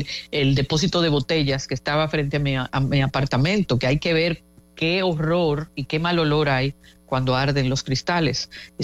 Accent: Dominican Republic; nosotros como dominicanos cuando emigramos tenemos comportamientos distintos

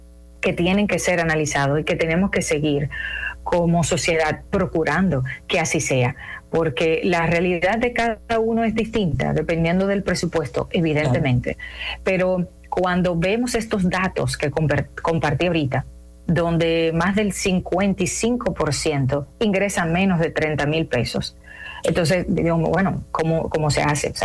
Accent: Dominican Republic; esa resiliencia nos marca como dominicanos.

